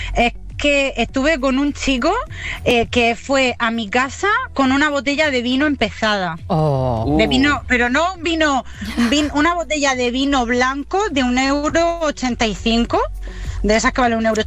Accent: Region of Murcia, Spain; Pero soy murciana.

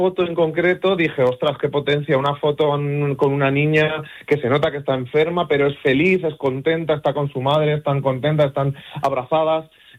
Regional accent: Valencia, Valencian Community, Spain; also born or lived in Carboneras de Guadazaón, Cuenca; yo soy de Carboneras, aunque he vivido toda mi vida en Valencia y tal, pues siempre he estado vinculado a mi pueblo, que es donde son mis padres y a donde he sido feliz de niño y he estado prácticamente todos los veranos y todas las fiestas.

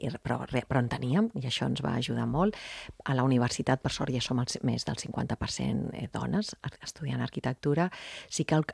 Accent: Barcelona, Catalonia, Spain; represento jo com a barcelonina

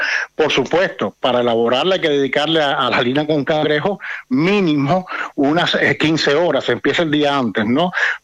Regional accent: Cuba; now in Spain; eso en mi país no lo comía nadie.

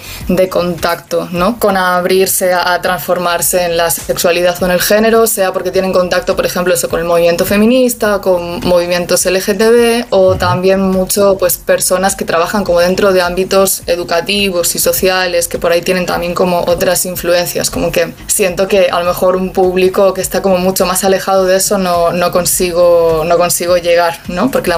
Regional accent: Galicia, Spain; now in Málaga, Spain; ahora mismo estoy en Málaga, pero yo soy de Galicia

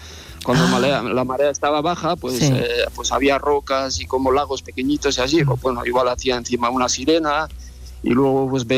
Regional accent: Azpeitia, Basque Country, Spain; yo como soy del País Vasco, de Gipuzkoa, sí, de Azpeitia, pues yo conozco bastante las playas de alrededor

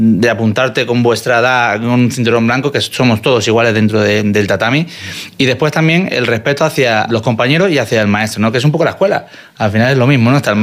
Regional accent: Málaga, Andalusia, Spain; Yo soy de Málaga, obviamente.

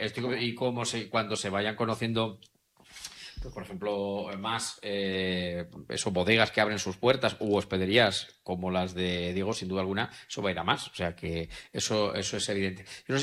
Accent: Castilla-La Mancha, Spain; los salados que somos los manchegos, es que los salados que somos los manchegos, es que no somos tan humildes

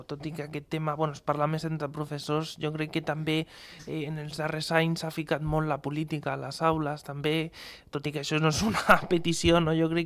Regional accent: Catalonia, Spain; Jo defenso el català, jo soc català

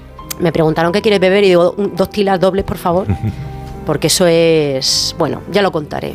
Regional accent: Bilbao, Basque Country, Spain; pero yo soy de Bilbao, no podía reculear, ¿sabes?

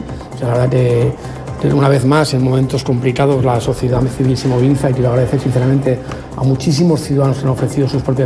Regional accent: Huesca, Aragon, Spain; yo soy de Huesca

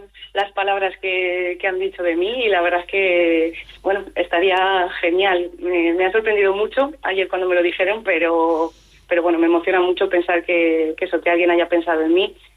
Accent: Logroño, La Rioja, Spain; Soy riojana, logroñesa. Bueno, con raíces también valencianas.

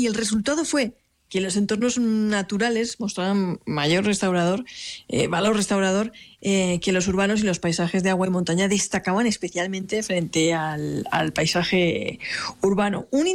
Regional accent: Alicante, Valencian Community, Spain; O sea, yo, por ejemplo, que soy del Mediterráneo, de Alicante, yo cuando voy a la playa siempre me gusta situar donde el agua rompe contra unas roquitas, ¿no?

